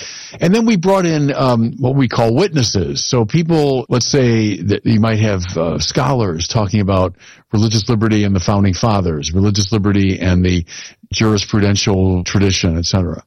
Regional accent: United States; as an American

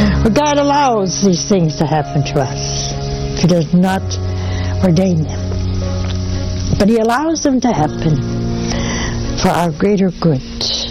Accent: New York, United States; New York.

